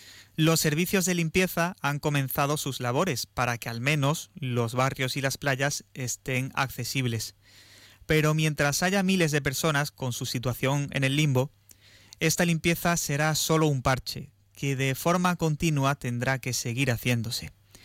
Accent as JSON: {"language": "Spanish", "region": "Ceuta", "country": "Spain", "said": "Y somos nosotros, los ceutíes"}